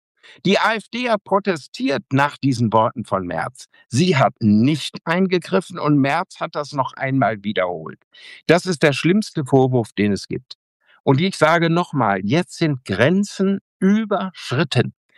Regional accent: Bünde, North Rhine-Westphalia, Germany; bin ich in Bünde in Westfalen, in meiner Heimat, Ostwestfalen

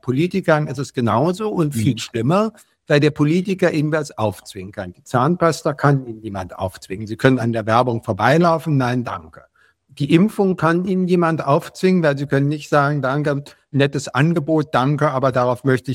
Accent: Berlin, Germany; born there; Ich bin in West-Berlin geboren

